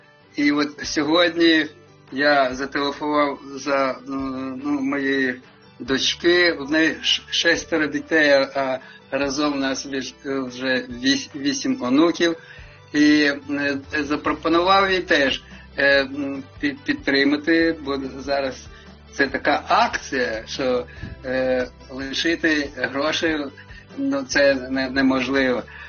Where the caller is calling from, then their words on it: Germany; Доброго ранку. В нас ще ранок. Я з Німеччини дзвоню.